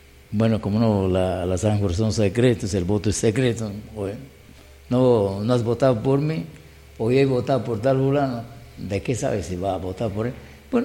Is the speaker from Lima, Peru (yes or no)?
no; Zapatero, San Martín, Peru; now in Lamas, Peru; Yo, por ejemplo, soy del distrito de Zapatero.